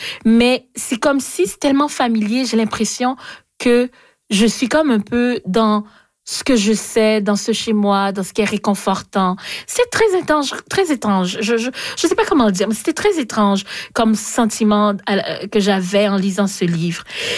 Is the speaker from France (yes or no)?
no; Haiti; parce que moi, même si je viens d'Haïti, je le connais, l'auteur